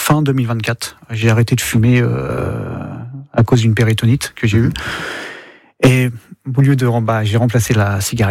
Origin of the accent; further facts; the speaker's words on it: Le Havre, Normandy, France; born there; now in Mayenne, France; Mayennais de cœur. Donc, ça va faire plus de 20 ans que je suis sur Mayenne, né au Havre.